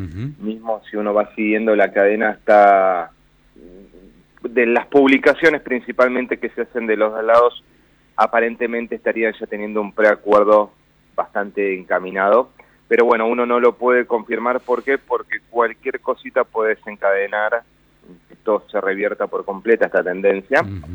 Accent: Buenos Aires, Argentina; No, soy porteño, a veces me sale medio tonada, tengo familia salteña.

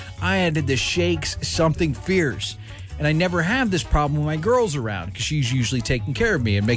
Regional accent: the South, United States; I'm from the South, so I drink a lot of sweet tea.

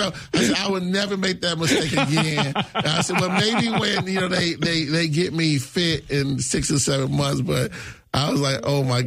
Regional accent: Chicago, Illinois, United States; now in Madison, United States; So I grew up in the projects in Chicago. I was a Boys and Girls Club kid.

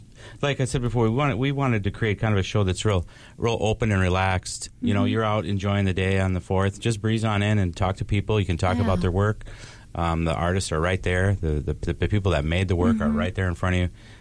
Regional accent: Little Falls, Minnesota, United States; We're from the Randall Little Falls area.

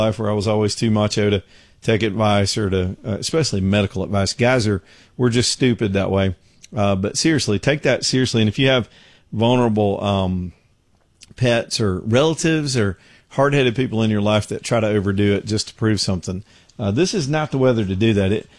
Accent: the South, United States; I'm a Southerner. I grew up in the South, spent 99.9% of my life here.

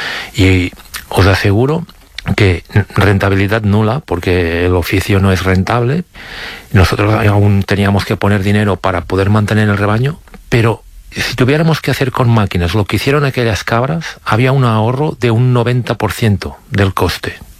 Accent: Sant Sadurní d'Anoia, Catalonia, Spain; born or raised there

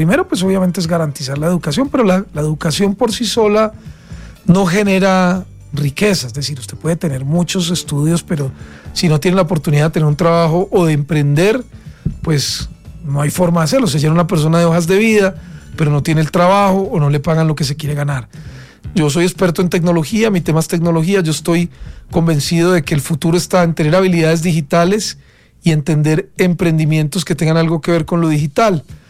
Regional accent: Riosucio, Caldas, Colombia; yo no soy de Bogotá, yo soy de un pueblo que se llama Risucio Caldas y soy caldense, es decir, yo soy de provincia.

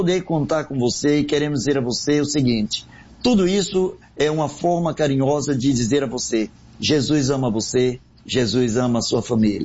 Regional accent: Aracaju, Sergipe, Brazil; now in Rio de Janeiro, Brazil; De nascença eu sou sergipano, eu sou de Aracaju, mas já moro aqui no Rio de Janeiro há 30, 35 anos.

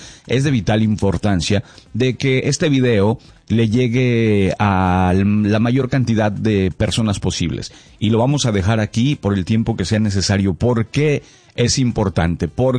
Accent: Mexico; now in United States; en México, de donde yo soy

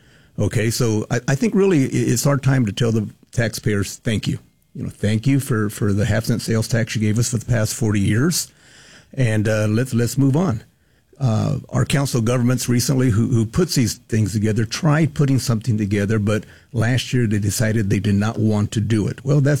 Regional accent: Fresno, California, United States; I've born and raised in Fresno

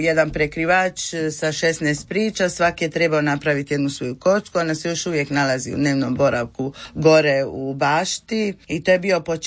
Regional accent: Komiža, Split-Dalmatia County, Croatia

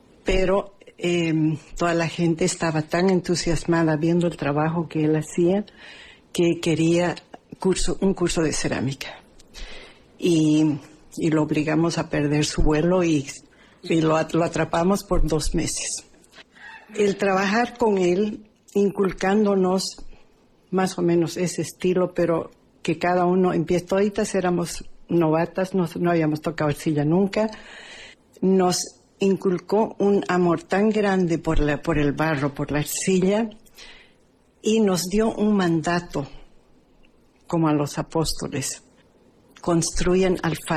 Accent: Bolivia; yo soy de Bolivia, pero soy alma peruana.

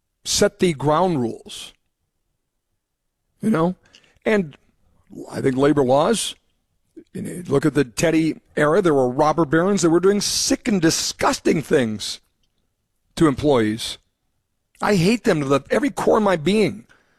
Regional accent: Fargo, North Dakota, United States; They asked where I was from. I said, Fargo.

